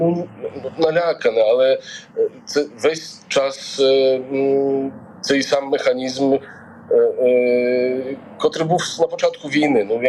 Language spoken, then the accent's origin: Ukrainian; Poland; moved away as an adult; also born or lived in Ukraine; я не мав ніколи в Україні проблем з тим, що я з Польщі, що я маю мікрофон польського радіа, тому що в мене польські номери, що я поляк.